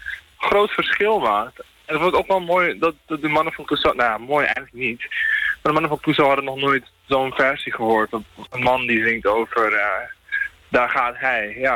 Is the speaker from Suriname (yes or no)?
yes; Suriname; born there; Ik zing in het Surinaams de taal van het land waar ik ben geboren.